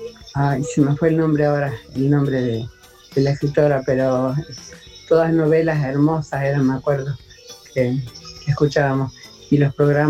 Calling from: Quilmes, Buenos Aires Province, Argentina; de Quilmes.

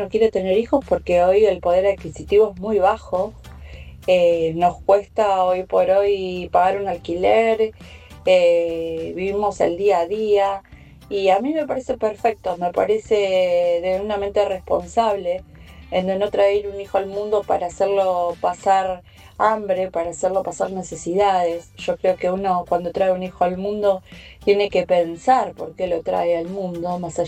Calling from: Ezeiza, Buenos Aires Province, Argentina; Hola, buenos días, Radio Latina.

